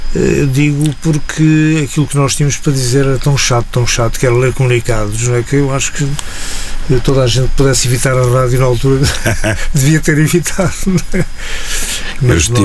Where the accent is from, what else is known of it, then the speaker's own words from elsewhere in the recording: Coimbra, Centro, Portugal; eu sou de Coimbra.